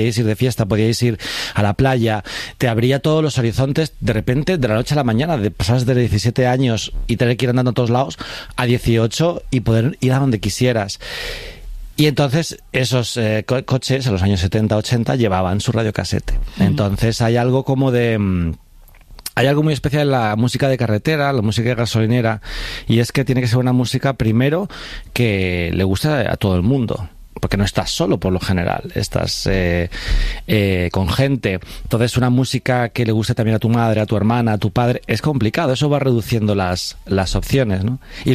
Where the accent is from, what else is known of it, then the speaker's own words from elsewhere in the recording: Alcorcón, Community of Madrid, Spain; cuando decían, ¿tú de dónde eres? Yo decía, Alcorcón